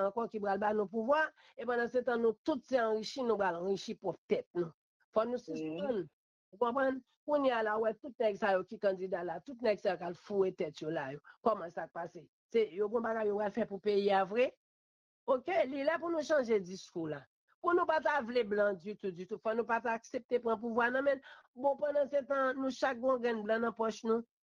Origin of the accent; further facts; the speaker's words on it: Haiti; Et je ne pas croire que c'est seul président ici, en tant que haïtien seulement, que nous gagnons.